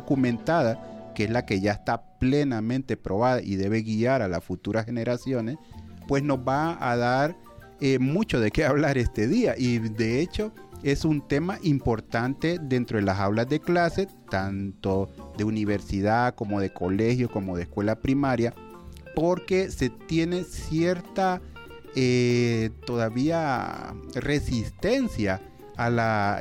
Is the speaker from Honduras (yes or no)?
yes; Honduras